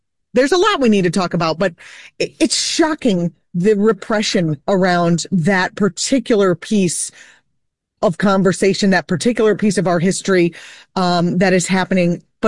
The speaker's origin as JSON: {"language": "English", "country": "United States", "said": "As an American"}